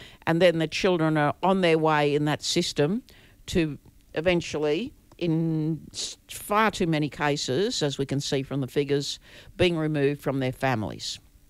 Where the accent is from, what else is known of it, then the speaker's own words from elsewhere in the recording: Queensland, Australia; now in Melbourne, Australia; So I was born and raised in Queensland. My grandfather was Yiman. My grandmother came from the southwest, where the main language spoken now is Bidgera.